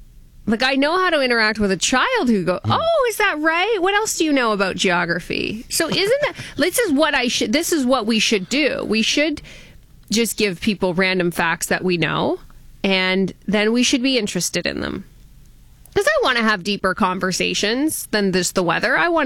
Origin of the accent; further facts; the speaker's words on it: Canada; we love being Canadian